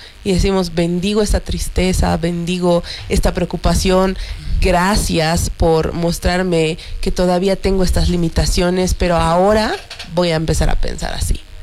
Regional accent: Bolivia; somos una sociedad boliviana

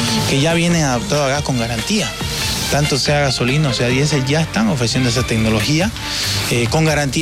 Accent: Bolivia

